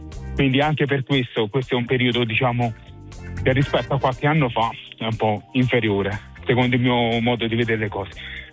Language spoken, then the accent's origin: Italian; Nocera, Campania, Italy; born there; Io in questo momento sto a Nocera, sto al mio paese